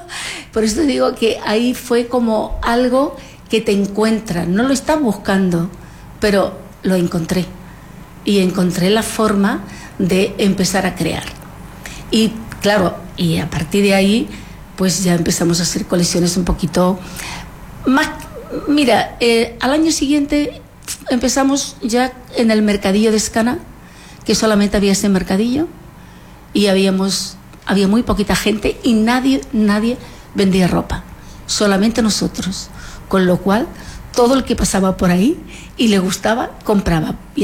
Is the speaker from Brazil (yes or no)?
no; Marchena, Andalusia, Spain; moved away; yo he nacido en un pueblo de secano, que en mi pueblo, yo creo, no sé si me escucha algún marchenero, pero creo que no hay ni río